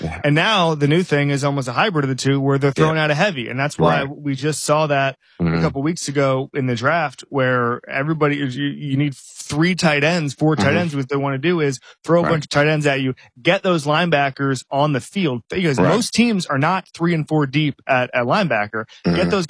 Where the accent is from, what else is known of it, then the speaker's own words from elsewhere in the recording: Florida, United States; All right, so I'm from Florida.